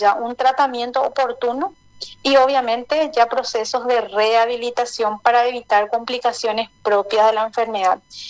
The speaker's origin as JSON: {"language": "Spanish", "country": "Paraguay", "said": "como paraguayos y paraguayas"}